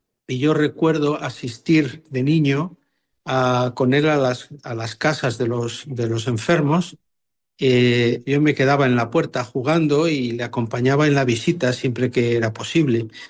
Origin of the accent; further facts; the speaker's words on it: Fresno el Viejo, Castile and León, Spain; Eso en mi pueblo, por ejemplo, en Castilla, en Fresno el Viejo y Salamanca, era la norma.